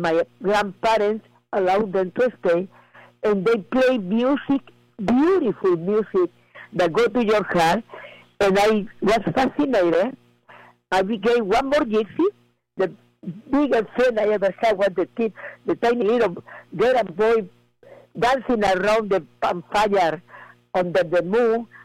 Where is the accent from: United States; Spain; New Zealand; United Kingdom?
Spain; English is a second language; because I come from Spain. I tried to speak good English for you. So if you don't understand me, you say and repeat it again. But people say that I still have an accent. Well, I was born in the south of Spain, and I was in the farm